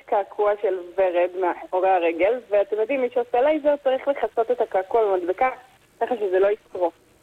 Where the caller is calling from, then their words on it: Rosh HaAyin, Central District, Israel; אני מראש העין.